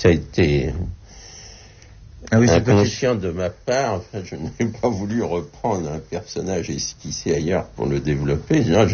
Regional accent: Le Havre, Normandy, France; même des personnages sont plus ou moins ressemblants à des personnages que j'ai connus dans mon enfance au Havre.

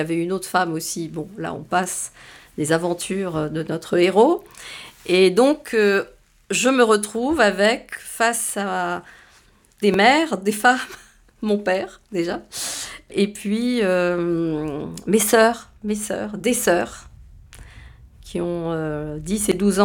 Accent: Morocco; born there; Je lui dis, parce que je suis née au Maroc.

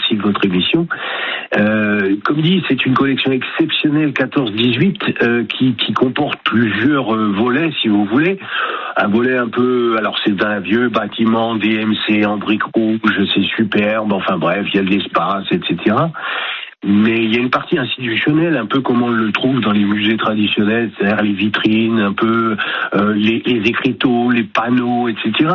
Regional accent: Dannemarie, Grand Est, France; je suis un peu chauvin parce que je suis de Danemarie

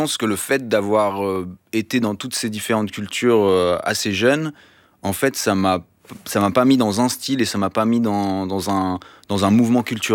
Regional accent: Vouvray, Centre-Val de Loire, France; moved away; also born or lived in Paris; J'ai grandi à Tours, dans un village qui s'appelle Vouvray

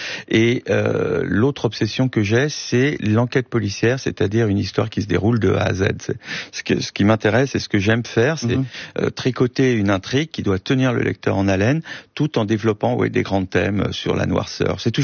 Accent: France

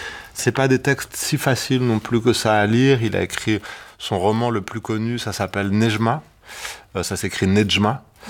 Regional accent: Ivry-sur-Seine, Île-de-France, France; quand j'étais donc lycéen aux ateliers théâtre d'Ivry-sur-Seine, là où j'ai grandi, on avait travaillé sur Outrage au public, une de ces pièces.

